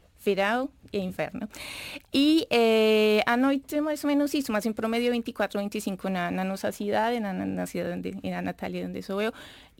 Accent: Medellín, Antioquia, Colombia; Portuguese is a second language; Eu sou de Medellín muito também, sim.

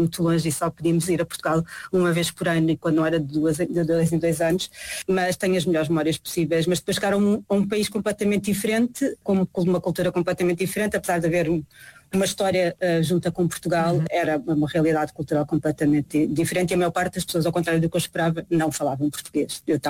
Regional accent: Macau; enquanto vivi tantos anos em Macau e, apesar de ter crescido lá e ser, na realidade, o sítio, o local onde eu cresci e tenho uma relação muito próxima

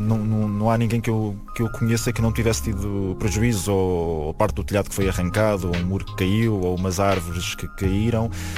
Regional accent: Leiria, Centro, Portugal; moved away; gosto sempre de vender bem o sítio de onde sou e de dizer que há muita coisa importante lá

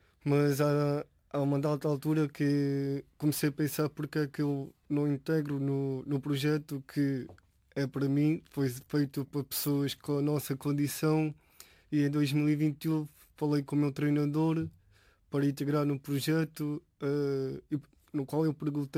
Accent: Elvas, Alentejo, Portugal; now in Évora, Portugal; sou alentejano, sou de Elvas, mas neste momento estou a viver em Évora

